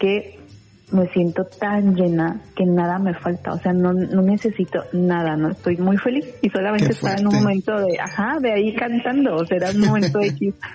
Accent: Guadalajara, Jalisco, Mexico; Yo soy de Guadalajara.

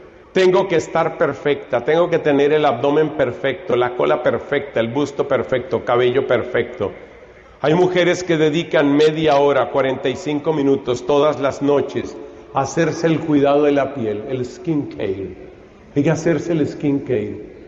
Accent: Colombia; Hemos tenido en mi país, Colombia

